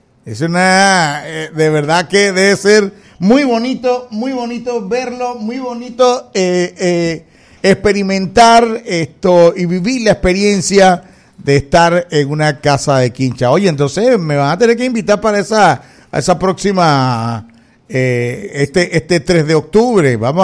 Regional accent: Panama

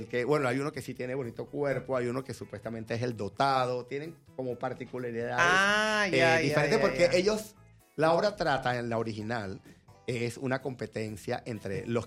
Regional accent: Panama; siento que es como un aporte que puedo dar tanto como panameño

